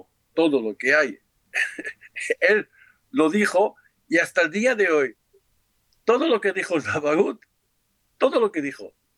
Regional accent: Morocco; Spanish is a second language

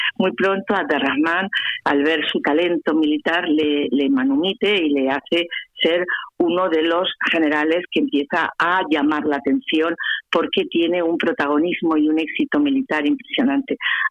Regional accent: Granada, Andalusia, Spain; now in Gormaz area, Spain; yo soy granadina.

